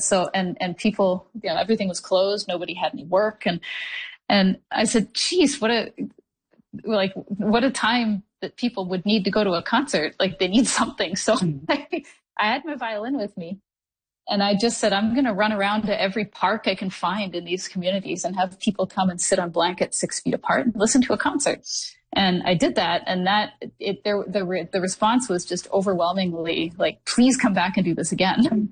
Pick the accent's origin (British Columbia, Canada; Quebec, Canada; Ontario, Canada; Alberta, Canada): Ontario, Canada; Listowel; also born or lived in Bruce Peninsula; So I grew up in Listowel, but I spent my summers and sometimes weekends in the winters up on the Bruce. I had a family cottage up there all my life